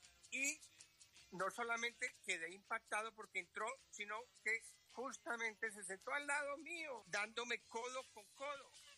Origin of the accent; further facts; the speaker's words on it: Colombia; soy colombiano, soy periodista